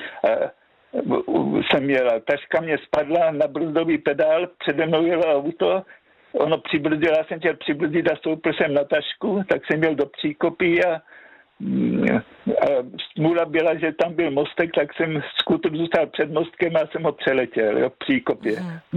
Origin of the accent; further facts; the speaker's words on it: Moravian Slovakia, Czechia; now in Brno, Czechia; No, taky pocházím ze Slovácka, jo, takže...